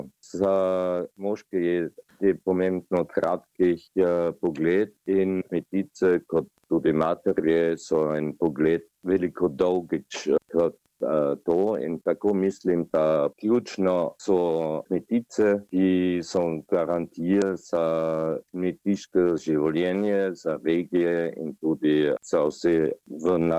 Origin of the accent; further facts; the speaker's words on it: Vienna, Austria; born there; Slovenian is a second language; jaz nisem koroški Slovenec, jaz sem rojen v Dunaju, ampak sem se učil slovenščino malo.